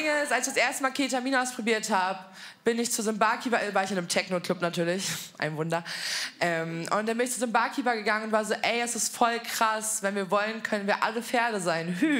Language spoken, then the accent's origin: German; Berlin, Germany; ich komme offensichtlich aus Berlin, aber ich trinke seit 7 Jahren keinen